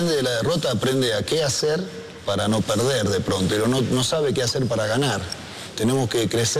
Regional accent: Argentina; moved away; No por mí como argentino

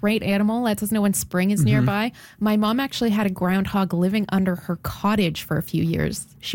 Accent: Toronto, Ontario, Canada; moved away as an adult; also born or lived in Yellowknife; now in Halifax, Canada; I grew up in Toronto, but I hosted the weekend show in Yellowknife, Northwest Territories, for a year.

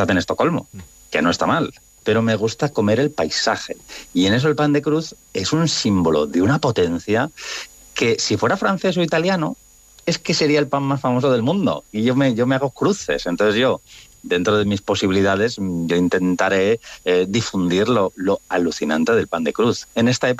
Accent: Bilbao, Basque Country, Spain; now in Balearic Islands, Spain; yo soy de Bilbao y vivo en las Baleares

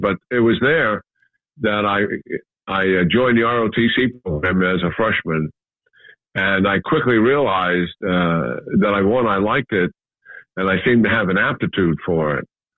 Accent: New York, United States; I'm a born and raised New Yorker. So I grew up in Manhattan in city housing projects. The first one was Jacob Riis. It's still there. It's on East 10th Street and Avenue D.

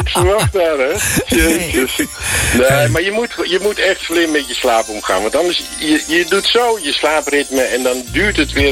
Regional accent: Amsterdam, North Holland, Netherlands; wij komen uit Amsterdam.

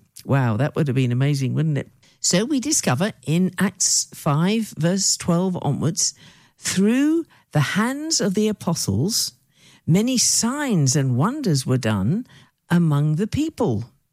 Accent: United Kingdom; I remember growing up in the United Kingdom

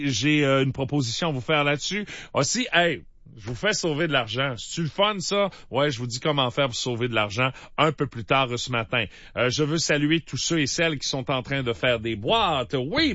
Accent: Quebec, Canada; C'est le festival de ça chez nous au Québec.

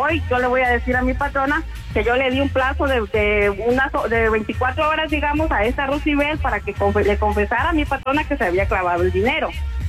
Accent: Chiapas, Mexico; now in United States; Yo soy originaria de Chiapas.

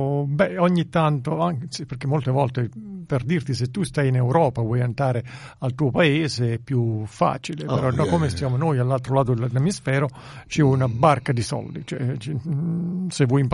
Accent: Benevento, Campania, Italy; born there; A Benevento sono nato.

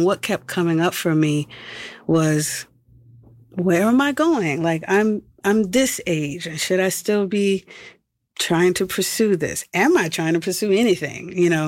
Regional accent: New Orleans, Louisiana, United States; And so I am from New Orleans, and I grew up, like, on the scene playing

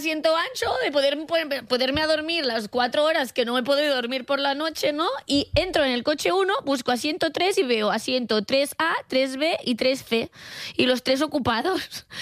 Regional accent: Catalonia, Spain; yo pensaba que no podía ser más catalana, pues ahora soy más catalana aún.

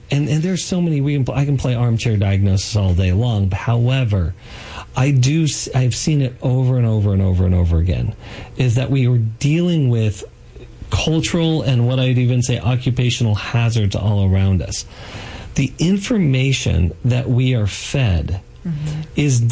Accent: United States; I was fortunate enough to be born as an American and grow up in America.

